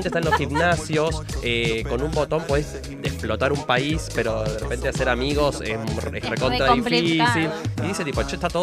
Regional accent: Venezuela; now in Argentina; Yo soy venezolano, perdí el acento.

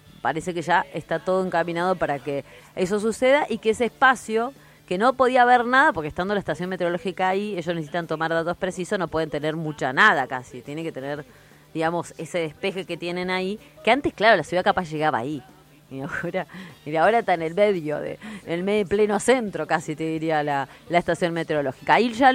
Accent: JJ Gómez, Río Negro, Argentina; cuando vos decís soy de Roca, no, en realidad soy de JJ Gómez.

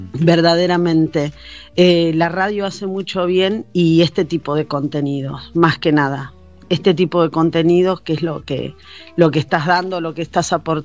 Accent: Argentina; Sí, soy bien argentina

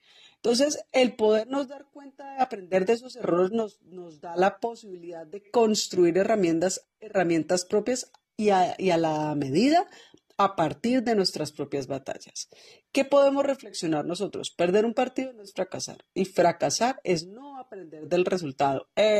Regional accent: Colombia; yo por lo menos como colombiana lo padecí hasta el final.

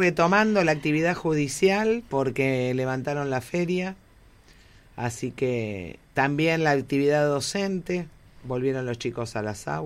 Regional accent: Buenos Aires, Argentina; De la República de Boedo.

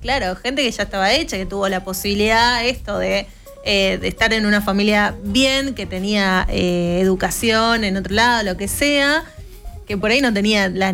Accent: Argentina; muchas veces como argentinos decimos

